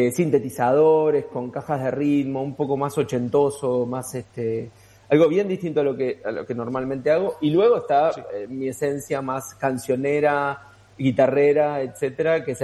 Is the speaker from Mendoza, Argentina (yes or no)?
no; Buenos Aires, Argentina; moved away as an adult; now in Santiago, Chile; de Buenos Aires, de capital. Y hace 6 años que vivo en Santiago de Chile.